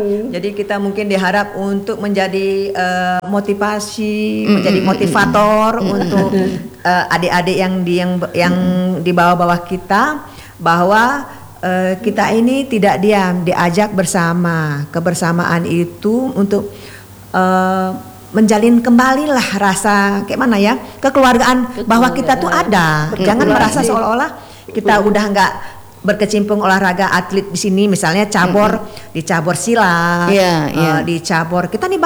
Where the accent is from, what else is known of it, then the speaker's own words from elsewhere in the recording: Aceh, Indonesia; moved away; also born or lived in Bandung, West Java; saya mau balik ke Aceh